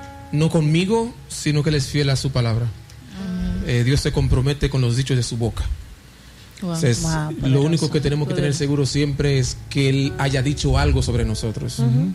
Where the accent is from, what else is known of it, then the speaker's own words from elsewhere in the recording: Dominican Republic; como decimos en buen dominicano